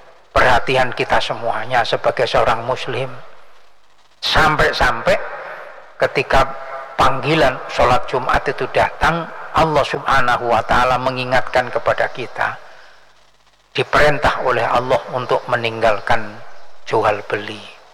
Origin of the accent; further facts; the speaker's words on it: Java, Indonesia; now in Samarinda, Indonesia; di tempat saya di Jawa sana itu, di daerah saya di Pondok Al-Ghazaliyah itu